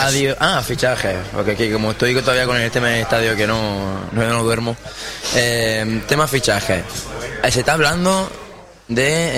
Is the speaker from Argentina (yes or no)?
no; Almería, Andalusia, Spain; Si fuera jugador también me gustaría jugar en el equipo de mi ciudad, bueno, el de mi tierra. Pero claro, tengo la sensación de que las líneas van ahí por 3-4 jugadores más a lo mejor y reforzar con gente de Almería como tal